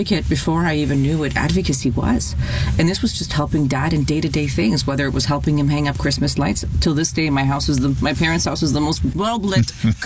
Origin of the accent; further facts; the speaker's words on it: Scarborough, Ontario, Canada; I grew up in a wonderful neighborhood called Scarborough in the GTA.